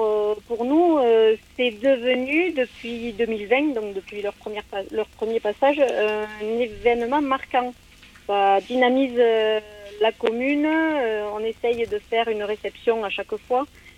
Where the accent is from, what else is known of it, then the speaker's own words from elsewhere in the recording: Occitanie, France; Je suis originaire du Gers, juste à côté de Mielan, à la Gamazous.